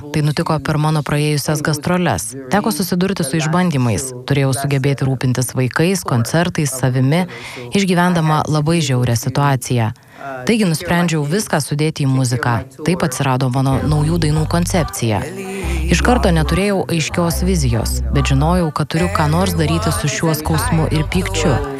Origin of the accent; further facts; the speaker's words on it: Comoros; Buvau aukščiausia mergina savo aplinkoje. Aš iš Komorų salų, žmonės ten neaukšti. O aš beveik 1,80 m.